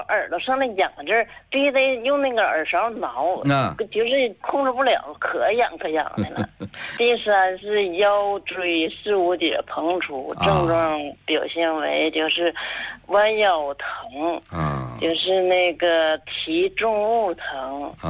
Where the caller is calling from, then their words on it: Shenyang, Liaoning, China; 今年56岁，